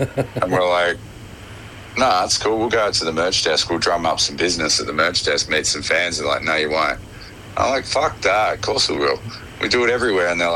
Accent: Hobart, Tasmania, Australia; I grew up in Hobart, so getting hold of music down here when I was fucking 12 years old

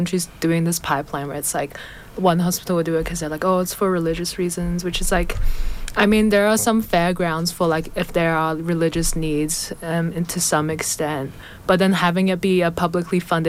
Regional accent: Canberra, Australian Capital Territory, Australia; moved away; because I'm from Canberra, so I like I used to go to Belconnen all the time, like Belco.

